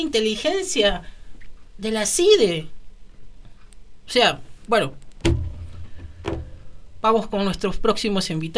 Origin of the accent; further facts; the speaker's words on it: Argentina; Y lo digo como argentino.